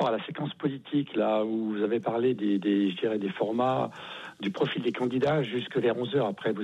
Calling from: France; en tant que Français de base

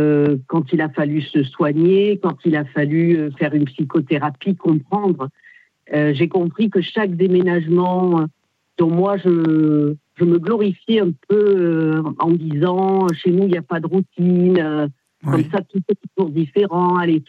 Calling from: Revel, Occitanie, France; De Revel, Midi-Pyrénées, plus exactement la Haute-Garonne.

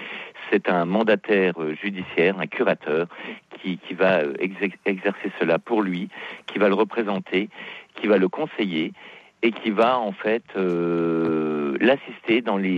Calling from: Nancy, Grand Est, France; Je vous appelle de la région Grand Est.

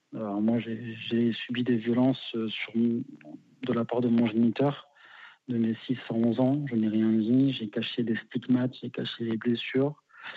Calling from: Bordeaux, Nouvelle-Aquitaine, France; Je suis de Bordeaux.

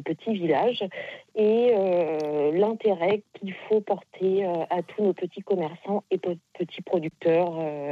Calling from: Bois-le-Roi, Normandy, France; moi, je suis de Bois-le-Roi, donc nous sommes 1300 habitants

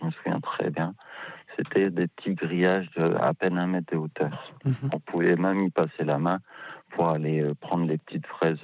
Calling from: Lille, Hauts-de-France, France; Je viens de Lille.

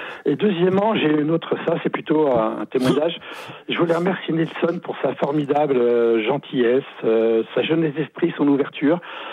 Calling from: Auvergne-Rhône-Alpes, France; Je suis un Auvergnat. J'habite à côté de Clermont-Ferrand.

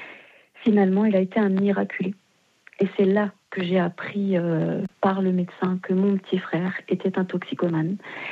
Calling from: Grand Est, France; Je vous appelle d'Alsace.

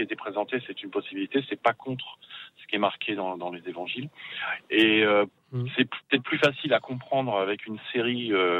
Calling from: Saint-Germain-en-Laye, Île-de-France, France; Je suis pas discret. Je suis près de Saint-Germain-en-Laye.

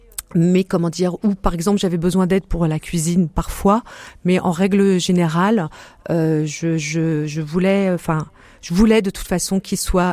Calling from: Le Mans, Pays de la Loire, France; Moi, je vis au Mans

